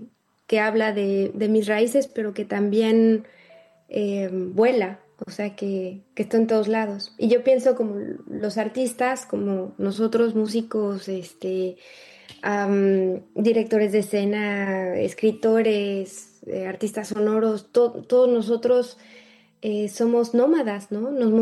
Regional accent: Mexico; moved away; de cuando crecí en México

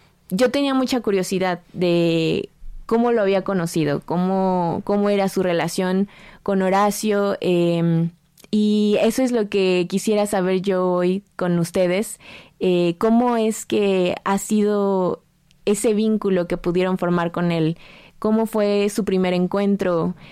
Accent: Nicolás Romero, State of Mexico, Mexico

